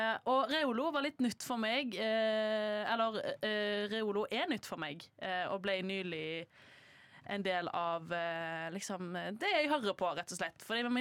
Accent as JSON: {"language": "Norwegian", "town": "Haugesund", "region": "Rogaland", "country": "Norway", "moved": "yes", "lives_now": "Oslo, Norway", "said": "jeg lå nede på rommet mitt hjemme i Haugesund"}